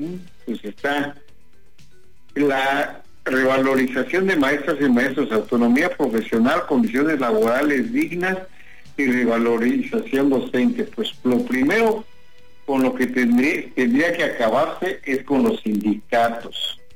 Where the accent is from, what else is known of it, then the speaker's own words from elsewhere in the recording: Mexico; Señores, todos somos mexicanos y todos tenemos las mismas oportunidades.